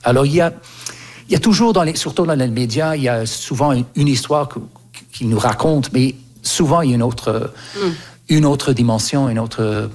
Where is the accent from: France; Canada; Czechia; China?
Canada; now in London, United Kingdom; moi j'ai grandi au Canada